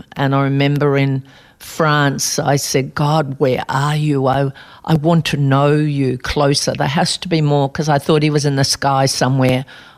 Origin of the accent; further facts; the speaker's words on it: Albury, New South Wales, Australia; born there; Well, I was born in Albury, New South Wales, and it was a great tennis centre.